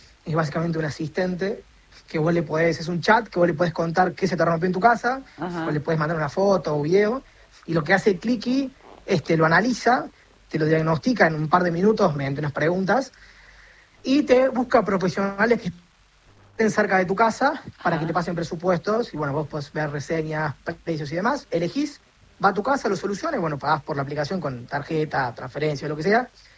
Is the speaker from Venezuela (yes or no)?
no; Córdoba, Argentina; nosotros somos acá de Córdoba